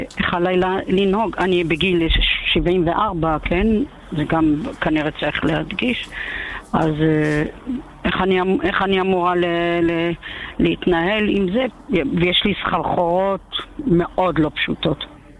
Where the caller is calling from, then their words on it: Central Israel, Israel; אני ממרכז הארץ, עברתי אבלציה לפני 3 שבועות, וחלילה לנהוג, אני בגיל 74, כן?